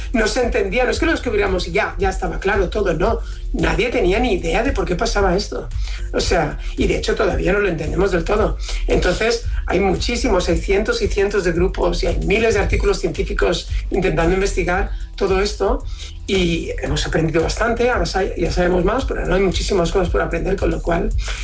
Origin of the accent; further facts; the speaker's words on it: Valencian Community, Spain; como buen valenciano nos tenemos que corregir y puntualizar mucho